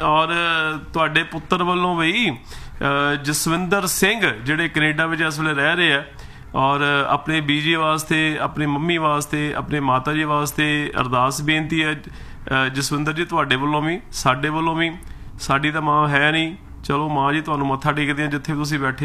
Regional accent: Nakodar, Punjab, India; moved away; ਮੈਂ ਤਾਂ ਨਕੋਦਰ ਤੋਂ ਆ

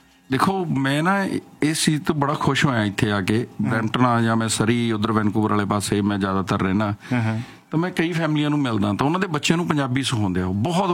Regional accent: Punjab, India

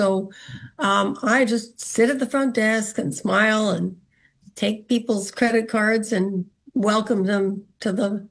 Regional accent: Winnipeg, Manitoba, Canada; moved away; Growing up in Montreal and growing up in Winnipeg are probably at the opposite ends of the spectrum.

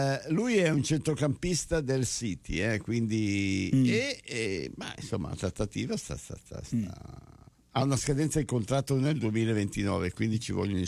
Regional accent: Milan, Lombardy, Italy; Ma certo, quindi come la gente sa che io sono milanese.

